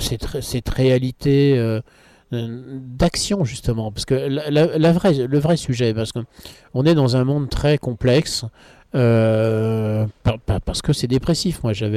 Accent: Brittany, France; D'abord, je suis breton, et l'été d'avant, j'avais navigué en Bretagne Nord

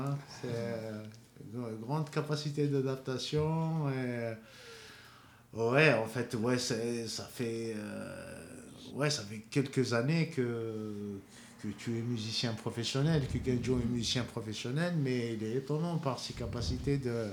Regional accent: Kabylie, Algeria; Moi, je suis algérien de Kabylie

